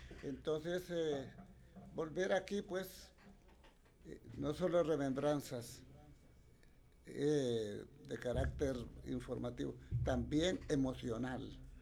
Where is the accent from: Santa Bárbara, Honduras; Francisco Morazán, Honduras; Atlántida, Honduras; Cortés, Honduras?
Santa Bárbara, Honduras; San Francisco de Ojuera; Yo nací en San Francisco de Ojuera, Santa Bárbara. Soy patepluma.